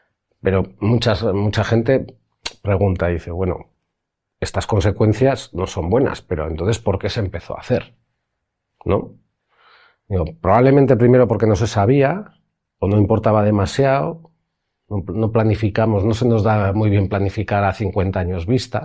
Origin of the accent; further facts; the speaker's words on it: Basque Country, Spain; Yo que soy del País Vasco, por ejemplo